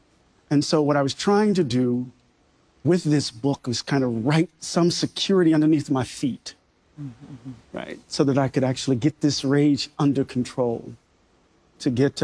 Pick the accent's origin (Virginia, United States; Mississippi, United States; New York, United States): Mississippi, United States; Maybe it's because I'm from Mississippi.